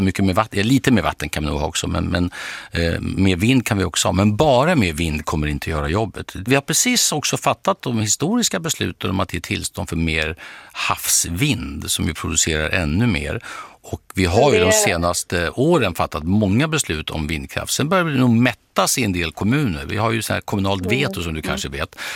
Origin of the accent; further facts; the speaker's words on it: Lund, Skåne, Sweden; born there; Ja, min födelsestad.